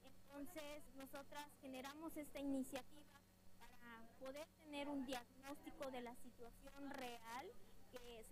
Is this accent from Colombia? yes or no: no; Yucatán Peninsula, Mexico; soy del pueblo maya, vengo de México, del sur de México, en la península de Yucatán.